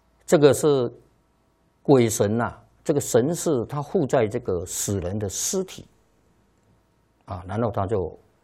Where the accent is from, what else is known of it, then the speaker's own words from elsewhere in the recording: China; 我们一般讲啊农历啊，我们中国人讲农历啊